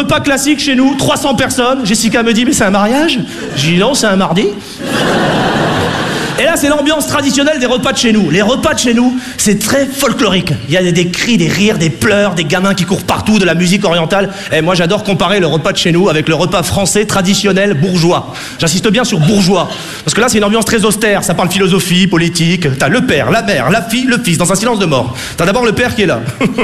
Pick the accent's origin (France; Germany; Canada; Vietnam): France; born there; je suis né en France, je parle français, je paie mes impôts en France, j'ai fait mes études en France